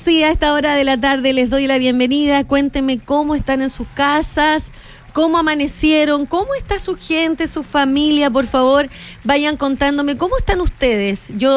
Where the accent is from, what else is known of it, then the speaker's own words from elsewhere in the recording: Iquique, Tarapacá, Chile; yo que soy iquiqueña